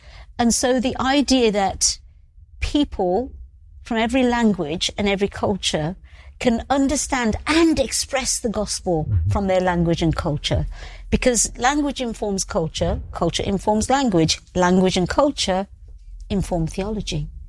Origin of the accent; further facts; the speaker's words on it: England, United Kingdom; born there; Because in Britain, I'd always been black. You know, from my birth, I was born here in England. And then I get to the US and they say, oh, you're not black.